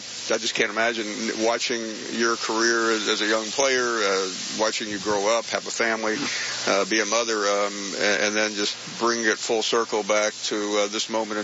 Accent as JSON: {"language": "English", "region": "Tennessee", "country": "United States", "tie": "born or raised there", "said": "and I grew up in West Tennessee"}